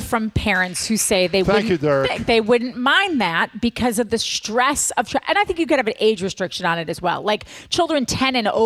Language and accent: English; Wisconsin, United States; I'm from Wisconsin. Everybody knows that. It's no secret now.